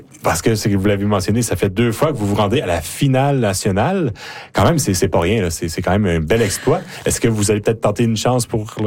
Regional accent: Quebec, Canada; now in Saskatchewan, Canada; en tant que Québécois

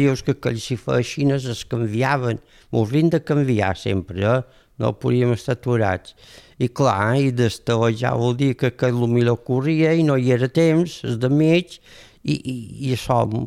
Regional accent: Ferreries, Balearic Islands, Spain; born or raised there

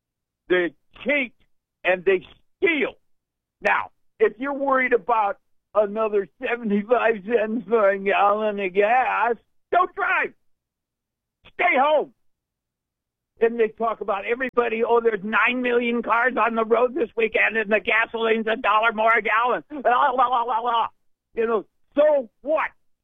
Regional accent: Scotland, United Kingdom; I don't gamble. I'm Scottish.

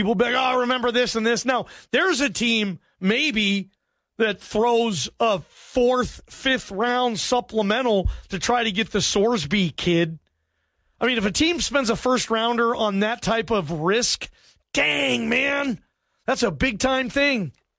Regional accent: Georgia, United States; born there

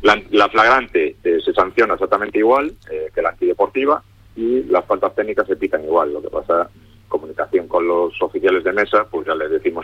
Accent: A Coruña, Galicia, Spain; yo soy de Galicia.

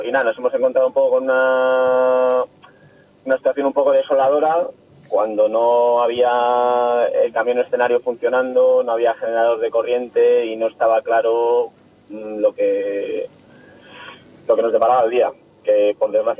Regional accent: León, Castile and León, Spain; Encima ya sabes que yo y Humbert, mi hermano, somos de León, estamos aquí en la provincia y nos encantaba venir aquí a tocar.

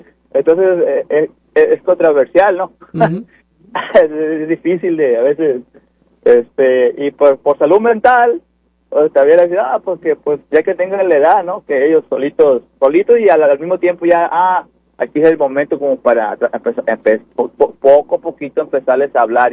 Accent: Mexico; nosotros como mexicanos nomás opinamos

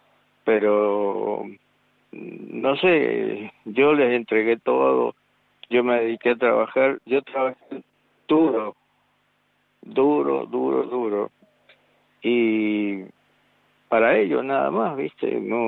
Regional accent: Guaymallén, Mendoza, Argentina; No, siempre... Nací acá en Mendoza y acá estoy.

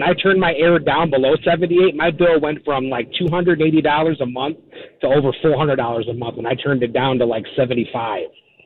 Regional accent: Chicago, Illinois, United States; See, I grew up in Chicago, so I used to work for an HVAC company

